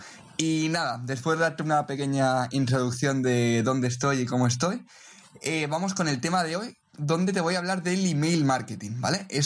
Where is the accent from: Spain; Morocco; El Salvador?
Spain; mientras en casa en España